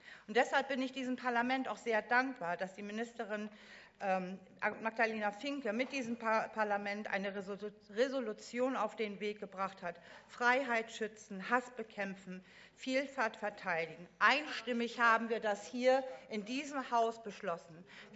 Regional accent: Lübeck, Schleswig-Holstein, Germany; So, nebenbei in meiner Heimatstadt Lübeck wurde in diesem Jahr eine Rekordzahl von über 10.000 Teilnehmern gemeldet.

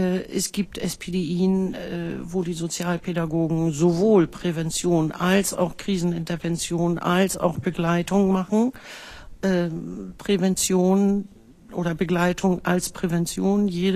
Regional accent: Eutin, Schleswig-Holstein, Germany; Ich komme jetzt aus dem Flächenkreis, aus Eutin.

